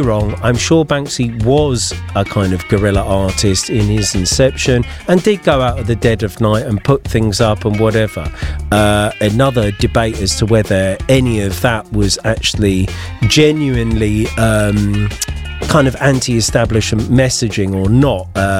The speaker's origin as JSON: {"language": "English", "region": "London", "country": "United Kingdom", "said": "Now, Alistair, you and I are both from London"}